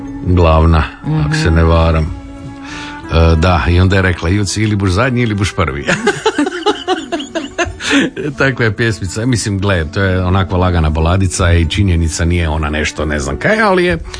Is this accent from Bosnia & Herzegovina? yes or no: no; Hum na Sutli, Krapina-Zagorje County, Croatia; Rodom iz Huma na Sutli, da, s centra dole, s broda.